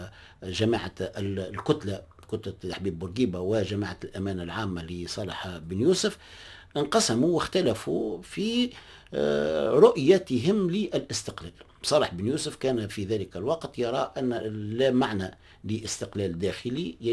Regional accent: Bizerte, Bizerte Governorate, Tunisia; خطر أنا ابن مدينة بنزرت، معناها ابن الولاية،

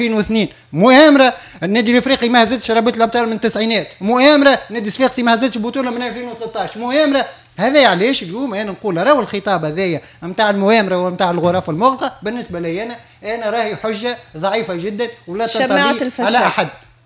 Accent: Tunisia; انا كتونسي

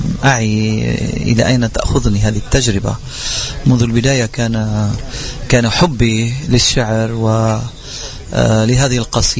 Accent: Amchit, Keserwan-Jbeil, Lebanon; born there; وكنت في قريتي وفي بلدتي في عمشيت

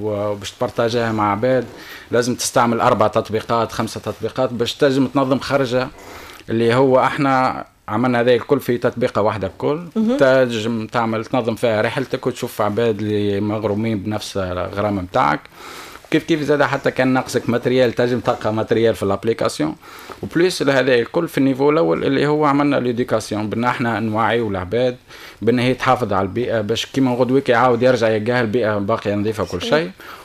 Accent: Gafsa, Gafsa Governorate, Tunisia; moved away; also born or lived in Sfax; انا من قفصة وعشت في صفاقس وعشت في تاكل سنابل

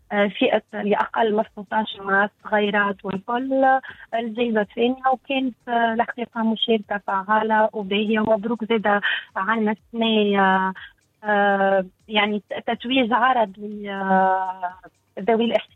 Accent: Tunisia; بلادنا تونس

